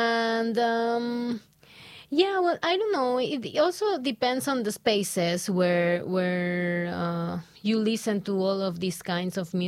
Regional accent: Ecuador; English is a second language; now in Budapest, Hungary; Budapest is kind of a silent in comparison with my hometown, silent city. So it's not that you listen to music everywhere. In Ecuador, sometimes you can find a speaker in the toilet.

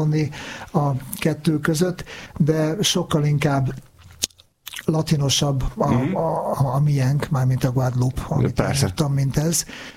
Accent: Nyíregyháza, Szabolcs-Szatmár-Bereg, Hungary; én Nyíregyházán laktam, ott születtem, és Debrecen marha közel volt

